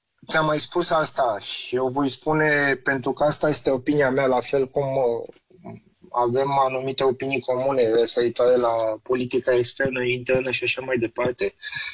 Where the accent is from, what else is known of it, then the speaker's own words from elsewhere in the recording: Bucharest, Romania; eu m-am născut în Giulești, am stat acolo